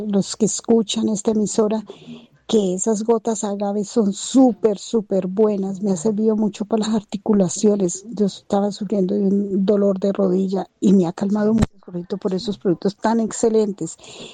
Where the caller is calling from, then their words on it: Bogotá, Colombia; desde Bogotá.